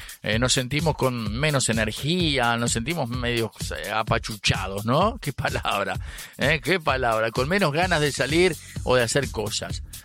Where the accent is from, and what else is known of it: Uruguay